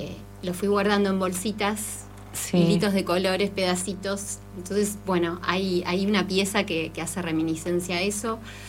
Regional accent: Neuquén, Argentina; also born or lived in Buenos Aires; yo de muy chiquita, porque crecimos en el Alto Valle, y en Neuquén

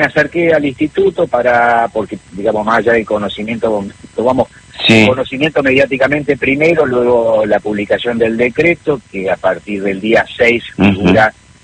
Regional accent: General Pico, La Pampa, Argentina; moved away as an adult; now in Santa Rosa, Argentina; En General Pico, en primario y secundario

